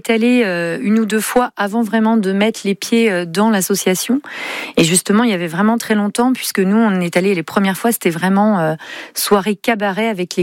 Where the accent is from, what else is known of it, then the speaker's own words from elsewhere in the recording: Craon, Pays de la Loire, France; born there; Je suis née à Cran.